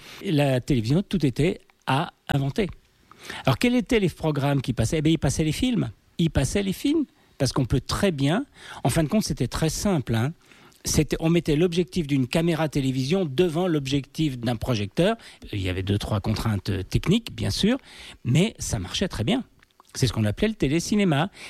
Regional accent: Châteauroux, Centre-Val de Loire, France; Moi, j'étais originaire de Châteauroux, et il y avait une base américaine de l'OTAN.

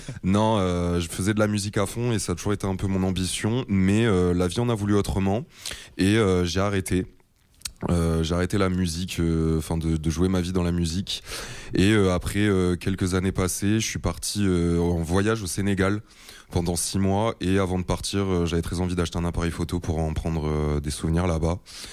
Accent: Bordeaux, Nouvelle-Aquitaine, France; born there; j'ai 26 ans, je viens de Bordeaux, je suis né à Bordeaux.

